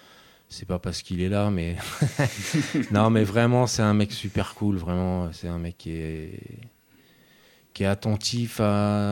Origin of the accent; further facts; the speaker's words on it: Montreuil, Île-de-France, France; moved away as an adult; now in Yonne, France; Alors, moi, je suis de Montreuil à la base. Je suis un pur Montreuilois. Et en 2012, je décide de partir un peu de la banlieue.